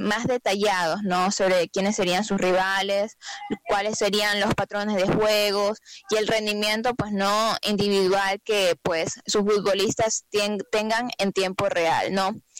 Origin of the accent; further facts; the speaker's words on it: Ecuador; nosotros somos de Ecuador